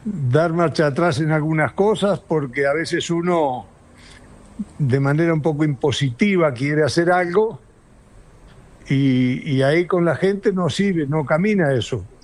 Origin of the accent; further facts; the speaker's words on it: Uruguay; Los uruguayos no somos como los chilenos, ni somos como los argentinos siquiera, que estamos ahí enfrente.